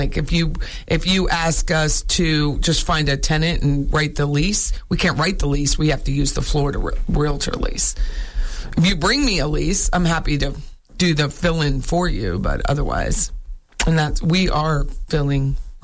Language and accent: English; England, United Kingdom; Because I'm English, they want to know.